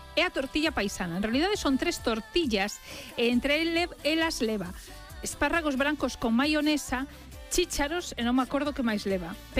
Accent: Vigo, Galicia, Spain

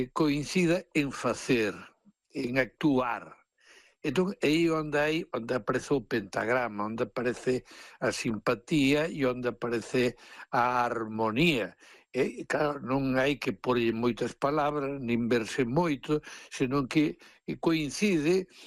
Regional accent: Padroso, Galicia, Spain; Tuve unhas mestras, sempre mulleres, na escola unitaria, lá en Abeleda, ao lado da miña aldea de Padroso

